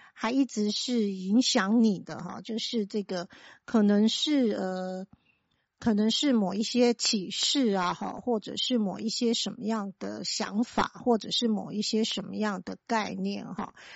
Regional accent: Kaohsiung, Taiwan; 那我的国中是在这个爱河的旁边齁，因为我是高雄人齁。

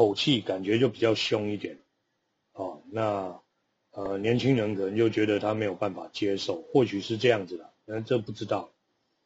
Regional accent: Taiwan; 以我们在讲台语啊

